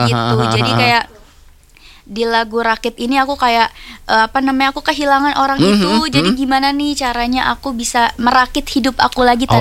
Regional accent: Jakarta, Indonesia; kita orang Jakarta

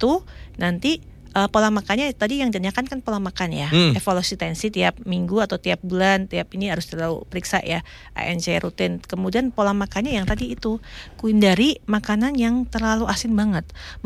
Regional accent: Pekalongan, Central Java, Indonesia; kita orang Pekalongan

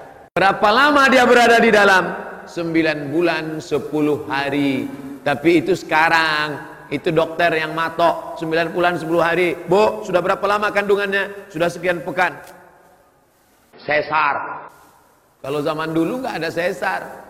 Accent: Sumatra, Indonesia; born there; saya dilahirkan di Pulau Sumatera menjadi orang Melayu

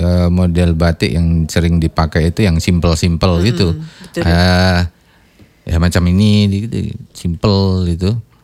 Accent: Pekalongan, Central Java, Indonesia; Kebetulan saya dari Pekalongan nih

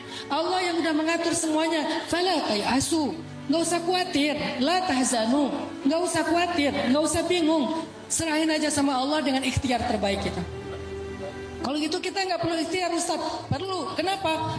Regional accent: Aceh, Indonesia; now in West Java, Indonesia; sekarang alhamdulillah saya udah lama di Jawa Barat, di Sunda. Jadi orang pikir saya orang Bandung, aslinya Aceh.

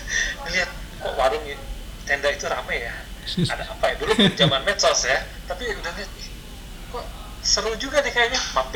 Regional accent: Bandung, West Java, Indonesia; kita sebagai warga Bandung ya

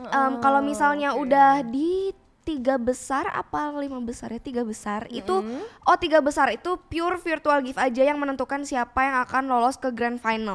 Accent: Bali, Indonesia; Iya dari berbagai Indonesia dan aku dari Bali, satu-satunya dari Bali.

